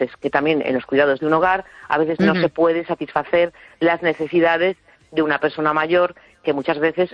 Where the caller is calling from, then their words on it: A Coruña, Galicia, Spain; de La Coruña.